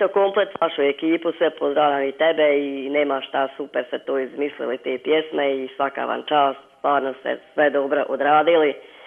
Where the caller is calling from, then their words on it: Oštra Luka, Republika Srpska, Bosnia & Herzegovina; iz Oštre Luke